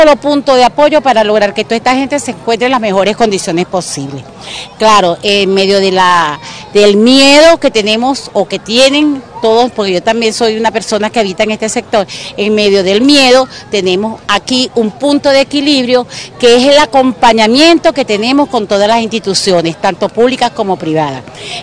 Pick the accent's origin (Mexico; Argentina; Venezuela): Venezuela; somos los venezolanos.